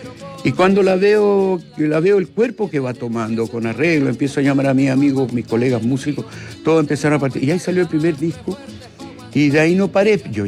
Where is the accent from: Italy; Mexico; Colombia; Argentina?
Italy; moved away as an adult; also born or lived in Barcelona, Spain; now in Chile; yo crecí en Italia, yo pasé mi adolescencia en Italia